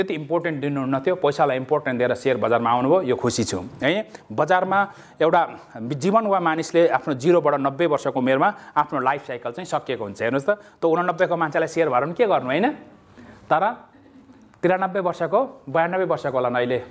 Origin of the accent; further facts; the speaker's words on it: Damak, Koshi Province, Nepal; म त हिन्दू हुन्छ चर्चलाई पनि डोनेसन दिएको ज्योति चर्च भन्ने थियो हाम्रो दमकमा मुस्लिमको मस्जिद पनि थियो मेरो घर छेउमै पर्छ